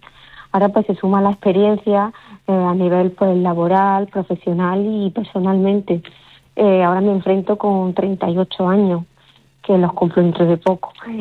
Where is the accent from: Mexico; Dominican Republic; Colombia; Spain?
Spain; Salobreña, Andalusia